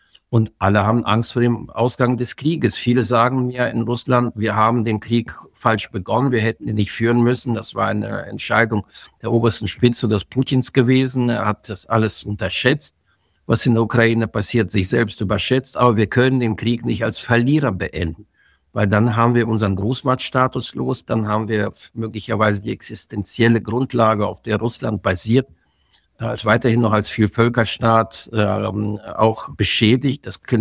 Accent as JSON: {"language": "German", "country": "Germany", "said": "als Deutsche"}